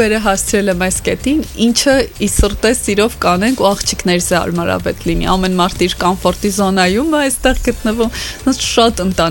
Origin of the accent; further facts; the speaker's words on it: Gyumri, Shirak, Armenia; դե ես Գյումրիում եմ ծնվել, մեծացել Գյումրիում, եմ դպրոց գնացել, հետո եկել եմ Երևան Գեղարվեստի ակադեմիայում ընդունվել